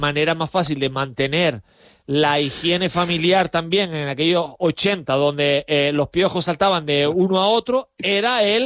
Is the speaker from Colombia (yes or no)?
no; La Orotava, Canary Islands, Spain; moved away; yo soy de la Orotava, natural de un pueblo